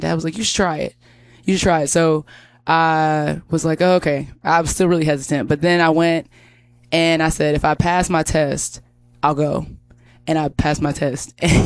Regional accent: Tatum, Texas, United States; So I'm from Tatum, Texas. I was born and raised in Tatum High School. My parents, everybody in my family have always been a Tatum Eagle.

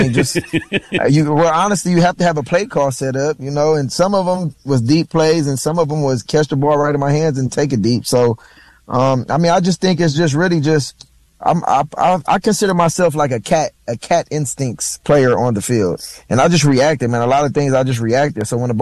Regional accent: Los Angeles, California, United States; USC was right there in my backyard. I grew up in the Crenshaw District, and, you know, that was literally in my backyard, and I feel like I had to get away from home and grow up on my own.

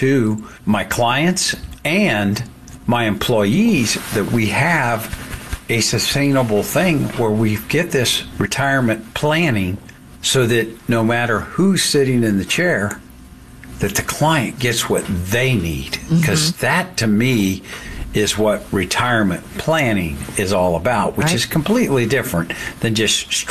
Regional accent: Indiana, United States; born there; now in St. Louis, United States; spent some time with some friends that we grew up with in Indiana.

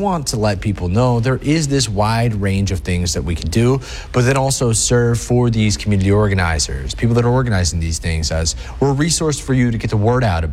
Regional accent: Lake Placid, New York, United States; moved away; I grew up in the Adirondacks in Lake Placid.

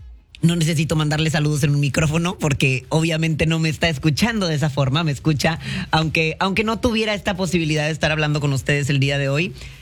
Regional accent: Mexico; moved away; mis hermanos y yo nacimos también en este país. Pero yo me crié en México. No soy mexicana solamente porque mis papás lo son. Soy mexicana, no de nacimiento, pero soy mexicana porque viví.

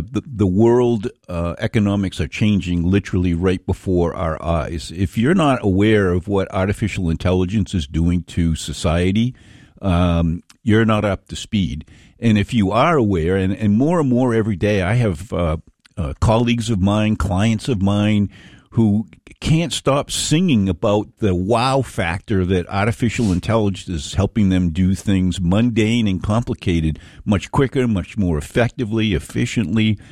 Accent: Yarmouth, Maine, United States; It's no different in my hometown in Yarmouth back in the 1960s.

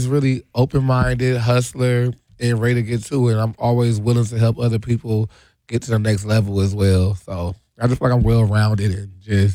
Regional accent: Milwaukee, Wisconsin, United States; Well, y'all know I'm from Milwaukee, 414. You know, I love my city down.

